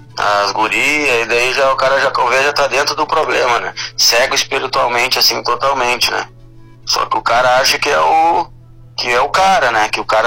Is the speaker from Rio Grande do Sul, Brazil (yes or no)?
yes; Rio Grande do Sul, Brazil; moved away; Sim, eu sou do Rio Grande do Sul